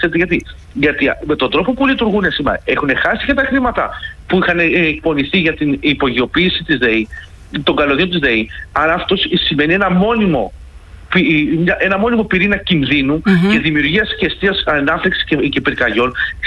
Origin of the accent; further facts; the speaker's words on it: Attica, Greece; είμαι από την Ανατολική Αττική και ειδικότερα από αυτό το κομμάτι της Ανατολικής Αττικής